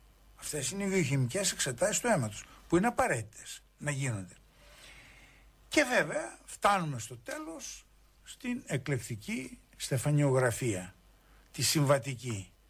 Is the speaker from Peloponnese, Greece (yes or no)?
yes; Peloponnese, Greece; Βασιζόμενος κυρίως στην προσωπικότητα του πατριώτη μου, συμπατριώτη μου Ανθίμου, γιατί είμαι και εγώ από την Πελοπόννησο.